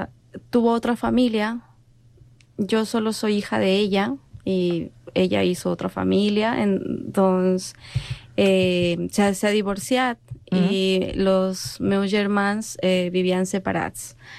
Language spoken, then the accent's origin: Catalan; La Paz, Bolivia; Catalan is a second language; moved away as an adult; now in Sant Cugat, Spain; Soc de La Paz.